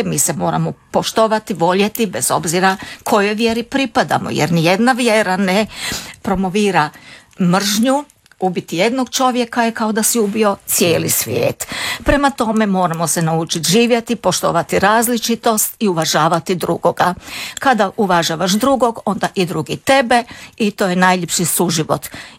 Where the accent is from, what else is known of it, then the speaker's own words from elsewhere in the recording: Rijeka, Primorje-Gorski Kotar County, Croatia; Nekako sam u svojoj mladosti, kada sam rođena u Rijeci, odrastala, nisam imala priliku osim u obitelji spoznati vjeru. Ali sam zato sa mojim prijateljima, djecom iz ulice, svake nedelje išla do Kapucinske crkve.